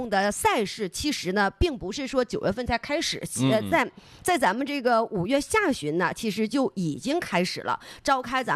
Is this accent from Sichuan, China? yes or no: no; Jilin, China